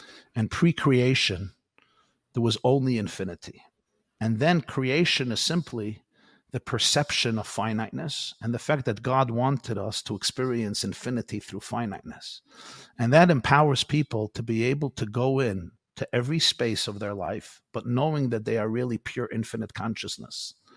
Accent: New York City, New York, United States; I grew up in Crown Heights, and I had the privilege of literally growing up at the feet of the Rebbe.

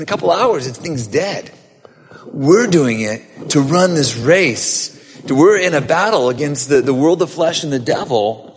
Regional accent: Scotland, United Kingdom; Because I'm Scottish. I always ask, when's the sale?

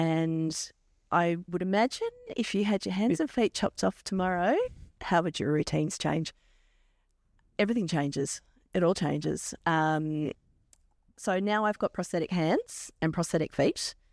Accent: Melbourne, Victoria, Australia; now in Kilmore, Australia; So I grew up in Melbourne. I am the youngest of four kids. I've got two older brothers and an older sister.

